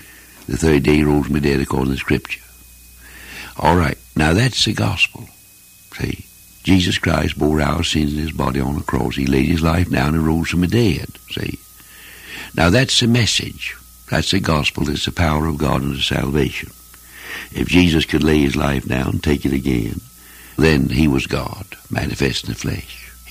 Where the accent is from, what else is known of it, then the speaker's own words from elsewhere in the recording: United States; As an American citizen